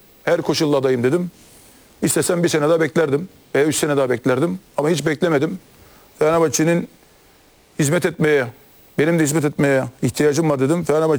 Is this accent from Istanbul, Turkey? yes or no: yes; Istanbul, Turkey; Sokaklarda büyüdük. Sokaklardan geldik. Sokaklardan ticaret yaparaktan ben buralara geldim. Kasımpaşa'nın bir evladıyım. Kasımpaşa'da doğdum.